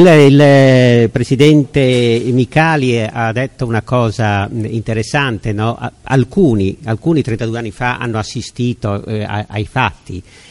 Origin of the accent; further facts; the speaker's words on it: Friuli-Venezia Giulia, Italy; io vengo dal Friuli, vengo dai confini dell'Impero